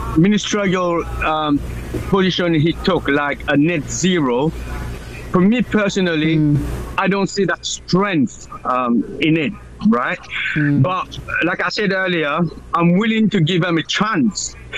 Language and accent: English; British Indian Ocean Territory; As Chagosian, as British, my hope for the president is not accept this deal with Mauritius